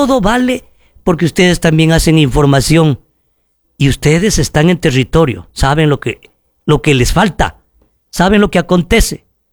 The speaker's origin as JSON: {"language": "Spanish", "country": "Ecuador", "said": "Y también, como buen ecuatoriano, muevo la economía, porque con esa platita del gramo voy a ir a las tiendas, a los mercados."}